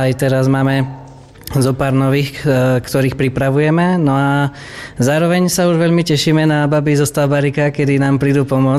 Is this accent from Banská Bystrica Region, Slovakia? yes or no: yes; Helpa, Banská Bystrica Region, Slovakia; Ja tým, že pochádzam z Helpy